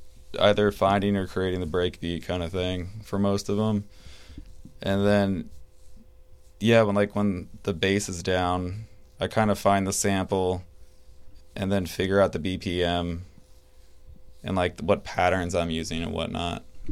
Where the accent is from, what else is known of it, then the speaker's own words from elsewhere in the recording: Florida, United States; I'm from North Florida. So okay. Like raised in the swamp kind of thing.